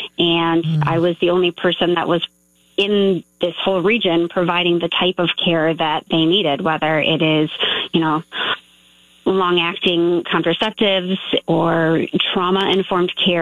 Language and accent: English; Marquette, Michigan, United States; I grew up in Marquette, Michigan. So right on the shores of Lake Superior in the Upper Peninsula. Born and raised here.